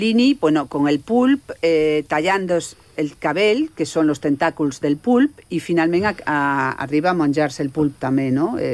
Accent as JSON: {"language": "Catalan", "town": "A Coruña", "region": "Galicia", "country": "Spain", "also_born_or_lived": "Madrid / Paris", "second_language": "Catalan", "moved": "yes", "lives_now": "Barcelona, Spain", "said": "Jo m'he format a París, sí. Jo sóc gallega i de Galícia, jo sóc de la Coruña, i de Coruña he anat a Madrid. He viscut el Madrid de los 80, no? I després m'he anat a París, no?"}